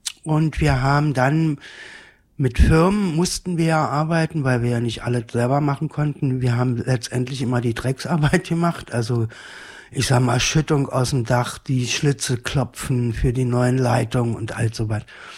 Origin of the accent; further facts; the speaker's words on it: Berlin, Germany; born there; Also ich bin in Berlin-West geboren.